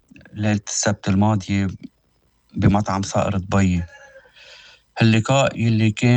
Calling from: Barqa, Baalbek-Hermel, Lebanon

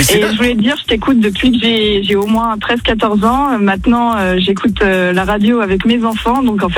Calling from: Île d'Oléron, Nouvelle-Aquitaine, France; De l'île d'Oléron.

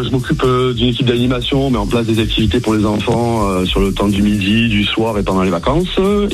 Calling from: La Colle-sur-Loup, Provence-Alpes-Côte d'Azur, France; La colle sur loup, c'est dans les Alpes-Maritimes.

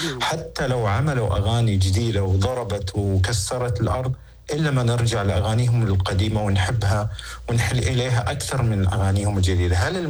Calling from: Saudi Arabia; من السعوديه.

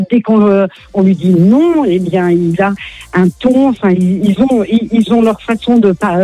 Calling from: Auvergne-Rhône-Alpes, France; De Chanin, un petit village dans le 01, dans l'Ain.

